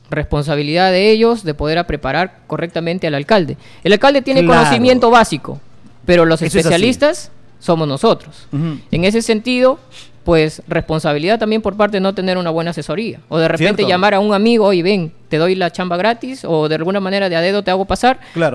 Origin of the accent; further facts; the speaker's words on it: José Leonardo Ortiz, Lambayeque, Peru; soy de José Leonardo Ortiz, nací en José Leonardo Ortiz, me crié en José Leonardo Ortiz y viví la situación y vivo la situación de José Leonardo Ortiz.